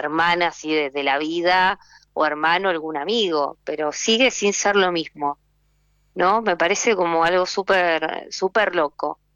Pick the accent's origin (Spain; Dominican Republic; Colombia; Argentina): Argentina; Quilmes, Buenos Aires Province; born there